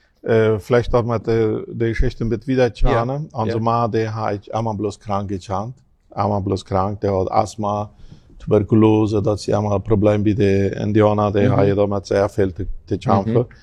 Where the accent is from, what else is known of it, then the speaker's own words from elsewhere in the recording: Filadelfia, Boquerón, Paraguay; also born or lived in Pilcomayo; now in Asunción, Paraguay; da ist dann endlich meine Kindheit und Jugend dann in Philadelphia, Fernheim rundum passiert